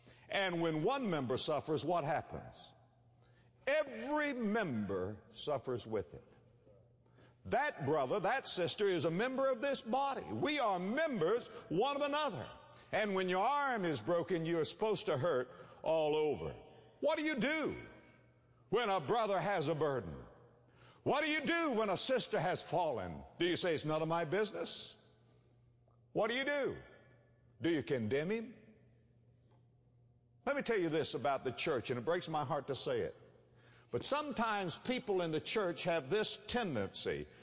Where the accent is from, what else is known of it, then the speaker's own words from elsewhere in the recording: West Palm Beach, Florida, United States; I was raised in West Palm Beach, Florida. One of the things that we loved to do in the wintertime, my brother and I, was to collect coconuts and sell them to the Yankees.